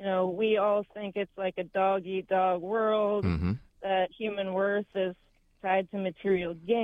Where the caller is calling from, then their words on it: Maryland, United States; I'm calling from Maryland.